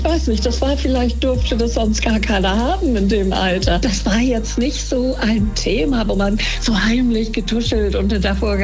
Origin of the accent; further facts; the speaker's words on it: Hamburg, Germany; ich bin in Hamburg geboren und zur Schule gegangen